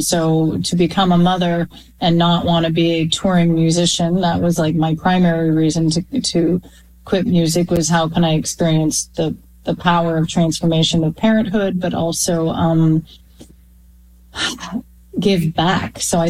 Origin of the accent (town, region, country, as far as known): Canada; born or raised there